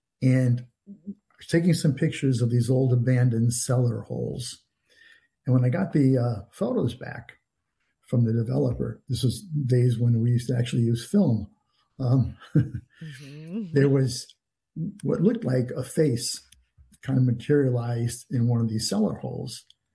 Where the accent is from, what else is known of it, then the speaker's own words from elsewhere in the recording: Connecticut, United States; I grew up in New England, Connecticut specifically